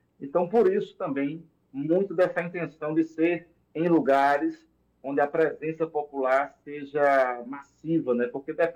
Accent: Pernambuco, Brazil; Eu nasci em Quiuma, entre Teuma e Carpina

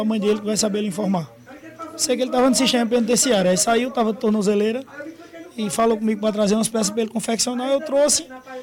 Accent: Toritama, Pernambuco, Brazil; É, eu sou daqui de Toritama, eu sou tio dele, mas ele residia aqui em Cachoeira. Eu sou de Toritama

